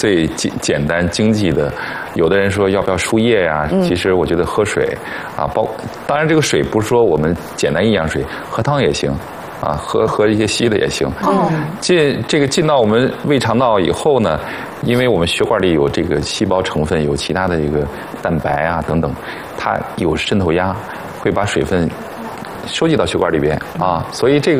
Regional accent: China; 我们中国人

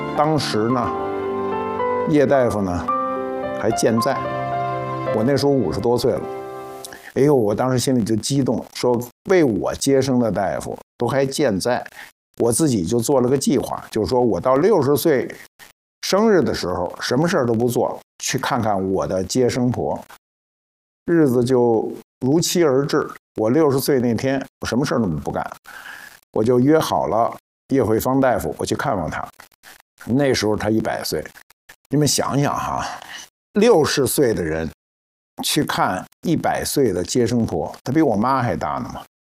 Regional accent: Beijing, China; born there; 我就出生在301医院。

